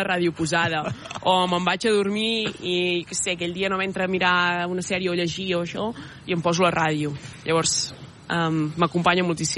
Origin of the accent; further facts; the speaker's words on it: Catalonia, Spain; moved away as an adult; now in England; sóc catalana